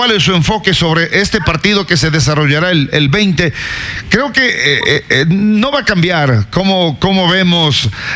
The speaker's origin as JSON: {"language": "Spanish", "country": "Ecuador", "said": "Hoy todos los ecuatorianos estamos con un autoestima, pero por las nubes, profe."}